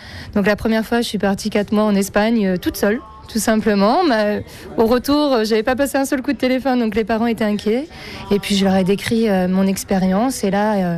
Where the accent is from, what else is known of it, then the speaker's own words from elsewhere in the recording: Normandy, France; born there; Je suis née en Normandie, d'une famille très internationale, puisque ma mère est née au Sénégal.